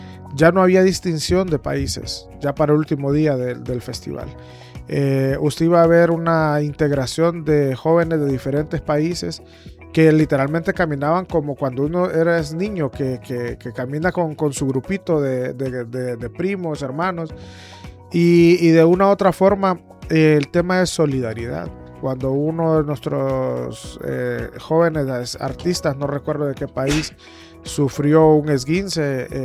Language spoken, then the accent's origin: Spanish; Honduras